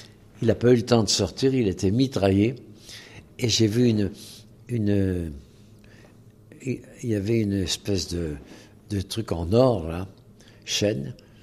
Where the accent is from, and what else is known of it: Rochefort, Nouvelle-Aquitaine, France; born there